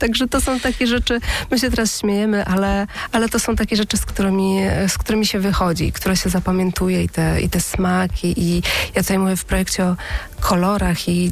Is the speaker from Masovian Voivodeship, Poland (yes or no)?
no; Pszczółki, Pomeranian Voivodeship, Poland; born there; also born or lived in Kashubia / Kociewie; ja się urodziłam na ziemi trochę niczyjej tak naprawdę, bo w Pszczółkach, więc Pszczółki ani do Kociewia, ani do Kaszub nie należą.